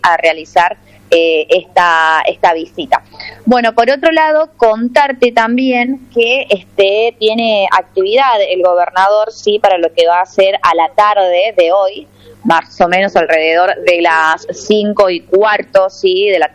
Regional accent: Alderetes, Tucumán, Argentina; Yo soy de Alderetes, para la gente que no sabía. Yo soy de ahí

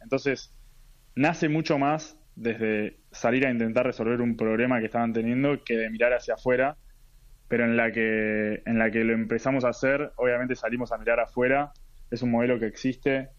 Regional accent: Buenos Aires, Argentina; Sí, somos de Buenos Aires.

